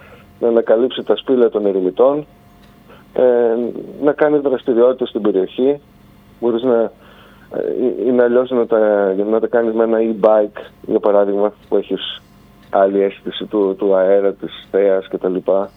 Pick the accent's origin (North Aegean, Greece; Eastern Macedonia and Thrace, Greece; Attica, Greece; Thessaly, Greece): Thessaly, Greece; Kalambaka; εμείς που ζούμε και μεγαλώσαμε στην Καλαμπάκα, σας πληροφορώ ότι δεν έχουμε ανακαλύψει όλες τις περιοχές. Εγώ έφτασα κοντά, είμαι 47 χρονών